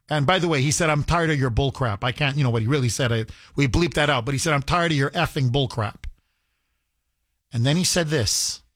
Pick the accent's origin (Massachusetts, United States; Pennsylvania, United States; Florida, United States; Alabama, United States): Massachusetts, United States; me, by the way, a multi-generational American, my family goes back generations, born and raised on the Cape, my entire life